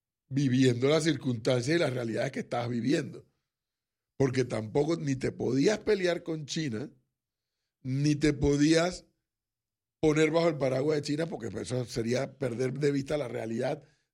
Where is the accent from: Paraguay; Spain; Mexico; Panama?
Panama; yo soy panameño